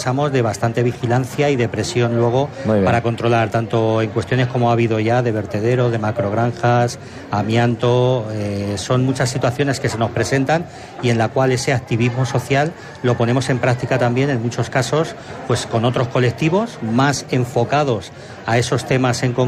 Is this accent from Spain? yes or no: yes; Spain; yo que soy de Santana, pues el distrito 6